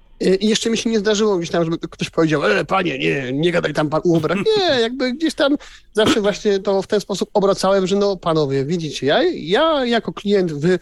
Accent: Silesian Voivodeship, Poland; ja przeważnie jeżdżę u nas na Śląsku

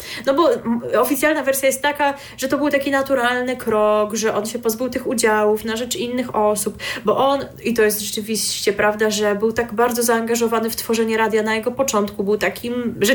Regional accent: Pomeranian Voivodeship, Poland; jestem z Pomorza

